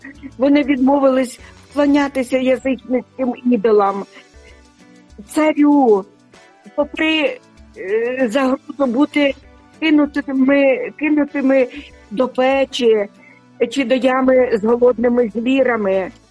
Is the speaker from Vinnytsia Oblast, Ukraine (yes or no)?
no; Sumy Oblast, Ukraine; now in Denmark; з Данії. Користуючись нагодою, я передаю привіт на мою рідну Сумщину, моїй рідній церкві Різдва.